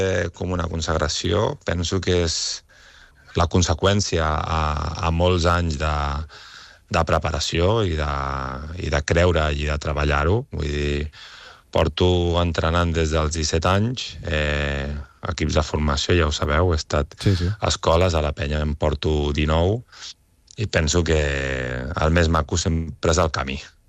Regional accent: Badalona, Catalonia, Spain; jo he nascut a Badalona i faig tota la vida aquí a Badalona

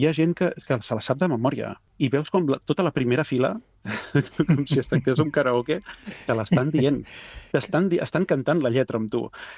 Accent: Catalonia, Spain; first language Catalan; Pel fet de ser en la meva llengua mare

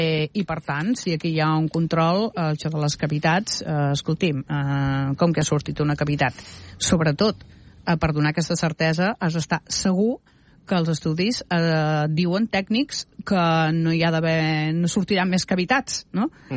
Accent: Montblanc, Catalonia, Spain; born there; l'Ajuntament és Montblanc, cosa veritat que és el meu poble també

